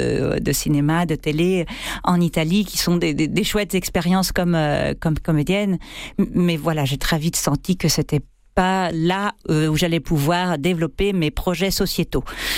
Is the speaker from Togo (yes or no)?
no; France; moved away as an adult; au début, j'étais cataloguée comme la petite française, et puis petit à petit, j'avais tellement bien travaillé mon italien qu'on n'entendait plus mon accent, donc je pouvais jouer le rôle d'italienne.